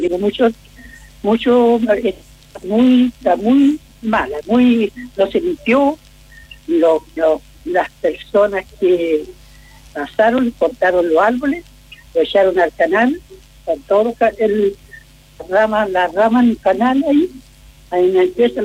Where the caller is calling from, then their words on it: Teno, Maule, Chile; Soy de Santa Rosa de Teno.